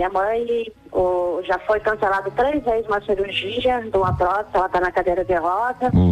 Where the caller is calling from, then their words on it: Diamantino, Mato Grosso, Brazil; Eu falo de Diamantino, Mato Grosso.